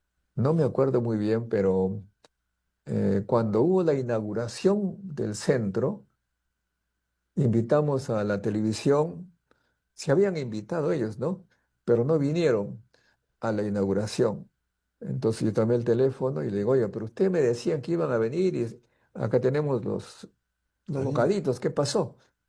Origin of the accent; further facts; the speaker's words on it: Peru; nosotros como peruanos